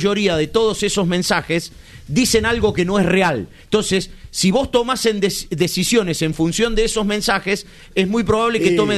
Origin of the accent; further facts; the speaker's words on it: Argentina; Entonces, somos los argentinos.